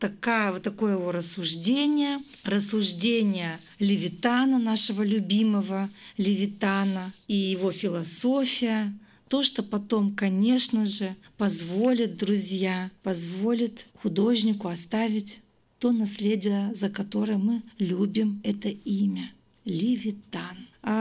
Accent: Russia

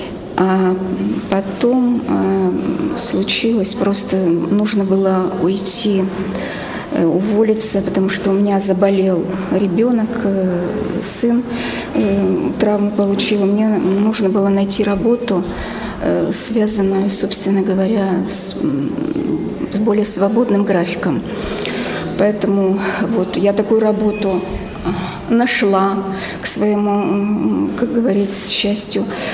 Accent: Revda, Sverdlovsk Oblast, Russia; Да, о малой родине, о городе Ревде, о том, что там осталось в памяти, о том, что я помнила о школе, о своих друзьях, о доме.

